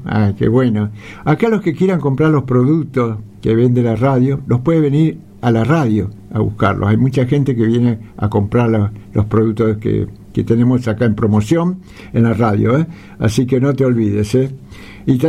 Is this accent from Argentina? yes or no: yes; Buenos Aires, Argentina; born there; also born or lived in Santiago del Estero; cuando yo aquí en Buenos Aires estaba en el primario